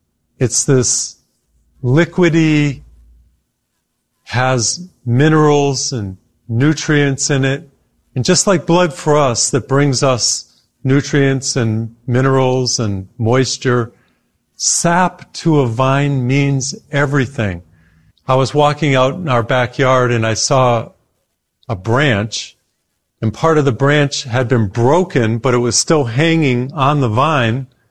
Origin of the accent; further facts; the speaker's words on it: Texas, United States; And my home state of Texas, multi-billion dollar industry, wineries and grapes and wine and vineyards and production.